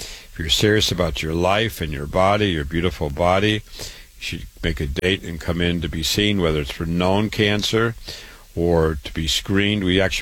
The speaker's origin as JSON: {"language": "English", "town": "Waterloo", "region": "Iowa", "country": "United States", "tie": "born or raised there", "said": "So I was MD at 25, was born and raised in Waterloo, Iowa, went to the University of Iowa, MD at 25, my home state."}